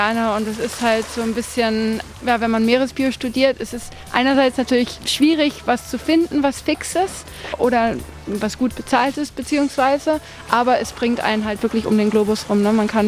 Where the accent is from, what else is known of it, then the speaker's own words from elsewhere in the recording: Spain; also born or lived in Austria; Deutsche, mein Vater ist Spanier. Wir sind in Spanien halt aufgewachsen. Mein Bruder und ich sind aber auf die deutsche Schule gegangen in Spanien. Und ich habe dann im Endeffekt in Österreich studiert, weil es einfach schön ist.